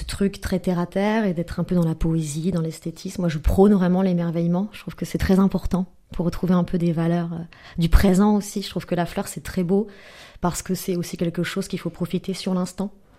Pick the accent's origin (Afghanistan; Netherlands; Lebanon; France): France; Caen, Normandy; born there; Oui, ouais, je suis née à Caen.